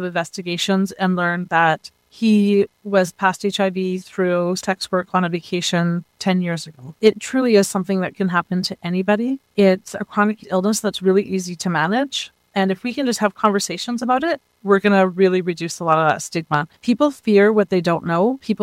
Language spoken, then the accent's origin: English; Mackenzie, British Columbia, Canada; also born or lived in France; now in Prince George, Canada; I'm originally from Mackenzie, which is about 2 hours north of here, in a very small town. So moving to Prince George was the big city life.